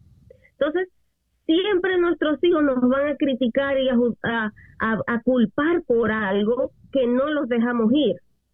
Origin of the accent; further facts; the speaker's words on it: Venezuela; now in United States; yo soy mamá también latina aquí en Estados Unidos y yo sí le digo a mi hijo que aquí es embajada venezolana.